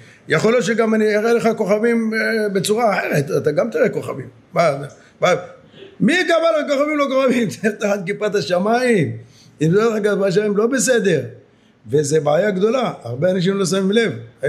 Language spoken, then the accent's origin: Hebrew; Jerusalem, Jerusalem District, Israel; כשהיינו קטנים היינו גרים באיזו שכונה בירושלים, שכונת הבוחרים